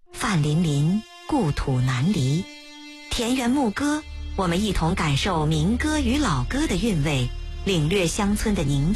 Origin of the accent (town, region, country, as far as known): China